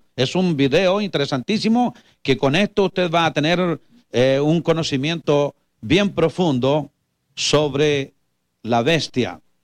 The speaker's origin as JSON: {"language": "Spanish", "country": "Chile", "said": "Yo soy chileno, no tengo nada que ver con ese pacto."}